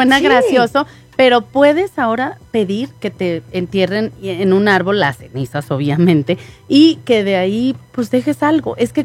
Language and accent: Spanish; Hidalgo del Parral, Chihuahua, Mexico; moved away; allá tiran las cenizas en Parral, si tú quieres, ándale, porque es de donde yo soy.